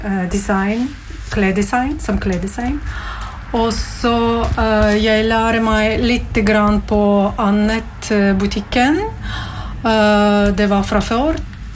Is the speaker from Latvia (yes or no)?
yes; Latvia; now in Norway; Jag kom från Latvia. Och så bor i Norge 14 år.